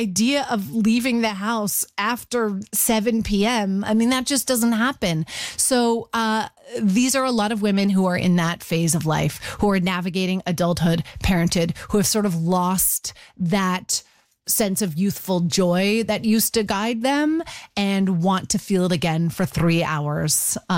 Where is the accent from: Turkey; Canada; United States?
Canada; we're all Canadian women who kind of grew up in the same era